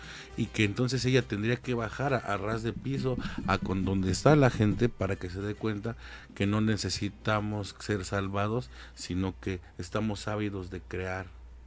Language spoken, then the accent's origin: Spanish; Mexico; Somos mexicanos